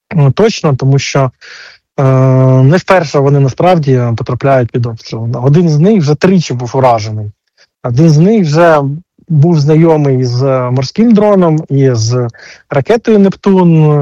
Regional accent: Mykolaiv, Mykolaiv Oblast, Ukraine; в Україні досі стоїть єдиний пам'ятник Макарову у моєму рідному місті Миколаєві.

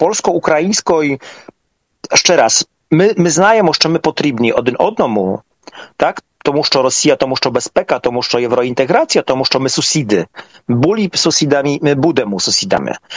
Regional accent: Poland; ви українці, і ми поляки

